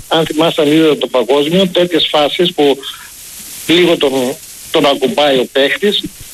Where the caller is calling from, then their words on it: Germany; είμαι από Γερμανία.